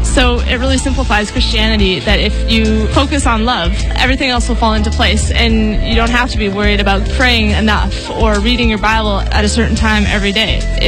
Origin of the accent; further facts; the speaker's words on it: Vancouver, British Columbia, Canada; from Vancouver